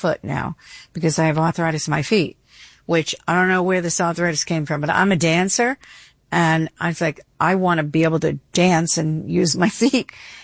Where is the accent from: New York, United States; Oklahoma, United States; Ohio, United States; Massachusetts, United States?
New York, United States; Long Island; I come from Long Island. I take the train in.